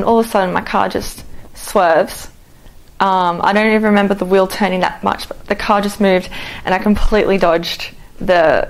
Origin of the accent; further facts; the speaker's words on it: Brisbane, Queensland, Australia; I grew up in Brisbane, Australia.